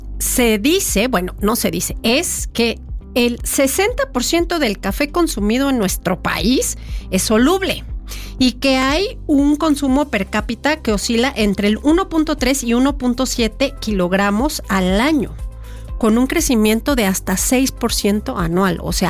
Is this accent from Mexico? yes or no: yes; Mexico